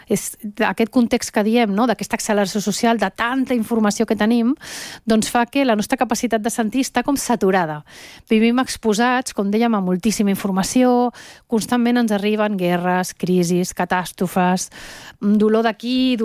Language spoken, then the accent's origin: Catalan; Venezuela